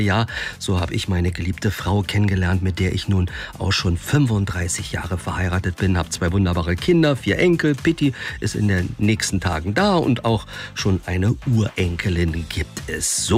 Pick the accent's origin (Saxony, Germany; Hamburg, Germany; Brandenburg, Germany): Hamburg, Germany; aus meiner Heimat Hamburg.